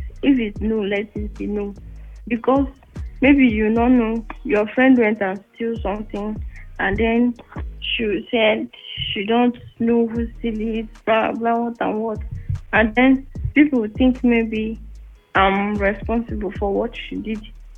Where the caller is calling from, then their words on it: Abuja, Federal Capital Territory, Nigeria; I'm calling from Wuse.